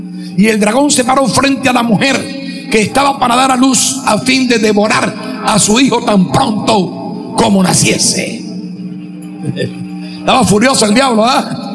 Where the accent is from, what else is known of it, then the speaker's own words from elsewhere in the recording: Peru; Somos ciudadanos peruanos, trabajamos por el bienestar del Perú